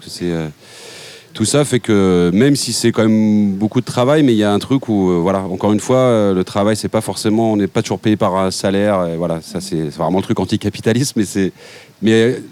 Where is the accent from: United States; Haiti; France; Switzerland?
France; Saint-Étienne, Auvergne-Rhône-Alpes; moi je viens de Saint-Étienne.